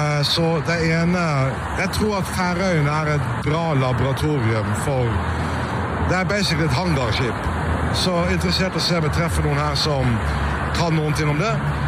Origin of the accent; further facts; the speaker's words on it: Norway; själv om jag är norsk